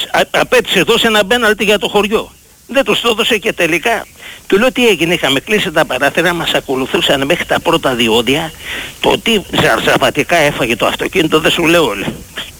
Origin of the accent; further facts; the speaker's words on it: Greece; Του λέω, μάγκες, εγώ μιλάω σαν Έλληνας.